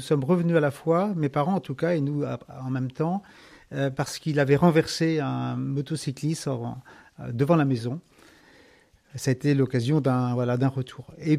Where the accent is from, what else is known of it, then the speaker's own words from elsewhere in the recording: Lamballe, Brittany, France; born there; Alors déjà, moi, je suis né en 1962 à Lamballe, dans les Côtes d'Armor.